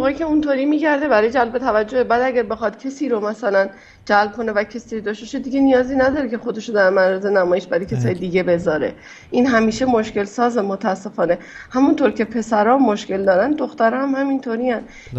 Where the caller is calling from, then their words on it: Tehran, Tehran Province, Iran; من از تهران هستم.